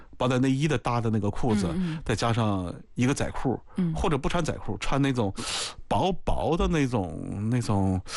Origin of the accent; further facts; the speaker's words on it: Dalian, Liaoning, China; moved away; 因为我们老家是大连的，我老家大连的时候正常冬天也就在零下七八度，偶尔说来一场寒流，可能12度，最冷最冷到15-16度，已经非常非常冷了，我们都觉得已经就太冷了，受不了这种了，平常就是零上到零下七八度这种